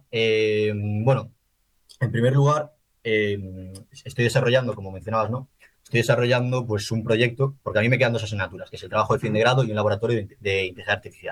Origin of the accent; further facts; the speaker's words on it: Galicia, Spain; yo soy de Galicia